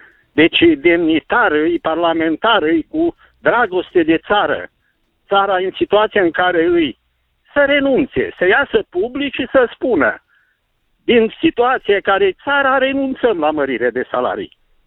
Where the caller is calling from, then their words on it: Cluj-Napoca, Cluj County, Romania; din Cluj.